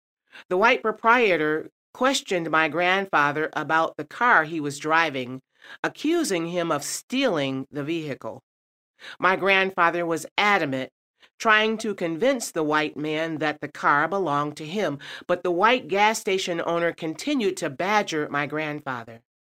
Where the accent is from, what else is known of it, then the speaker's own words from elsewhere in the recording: Michigan, United States; my hometown in the state of Michigan